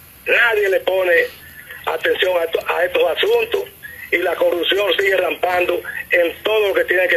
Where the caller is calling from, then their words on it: San Pedro de Macorís, Dominican Republic; de aquí de Santa Fe.